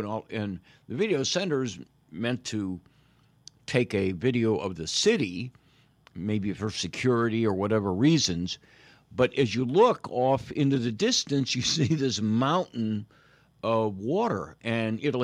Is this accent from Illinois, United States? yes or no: yes; Chicago, Illinois, United States; I grew up in Chicago.